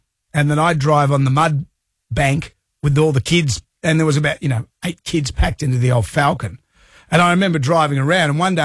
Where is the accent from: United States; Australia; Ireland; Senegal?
Australia; No, I'm just Australian